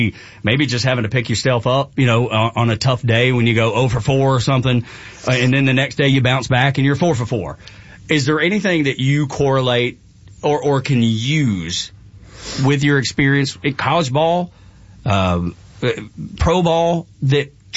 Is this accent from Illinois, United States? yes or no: no; Georgia, United States; She's from upstate New York. I'm from Northwest Georgia.